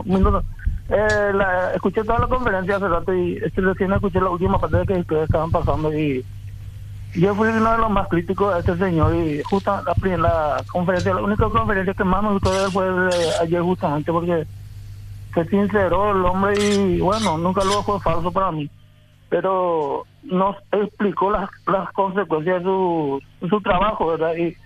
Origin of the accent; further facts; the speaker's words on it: Paraguay; se va a ver, como todo paraguayo